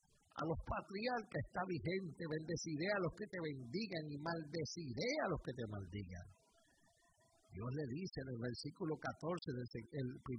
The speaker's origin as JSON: {"language": "Spanish", "country": "Puerto Rico", "moved": "as an adult", "lives_now": "New York, United States", "said": "cuando vine de Puerto Rico para acá, tenía 17, 18 años"}